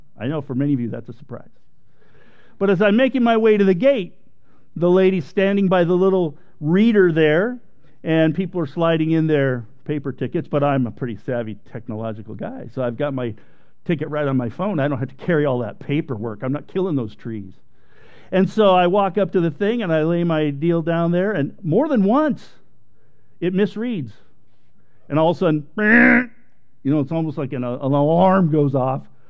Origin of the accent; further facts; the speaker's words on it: United States; I grew up here in the States